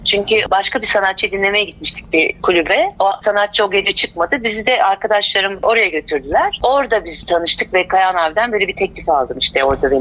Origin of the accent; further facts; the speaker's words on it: Ankara, Turkey; also born or lived in Erzurum / İzmir; 5 yaşında Ankara'ya geldim ben İzmir'den.